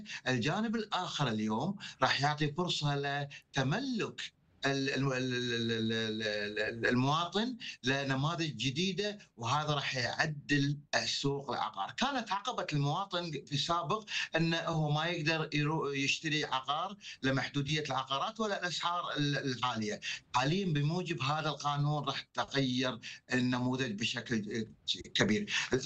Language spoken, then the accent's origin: Arabic; Kuwait; بداية مشكورين على الاستضافة، … من الكويت، تصحيحا لأن سمعت أن أنت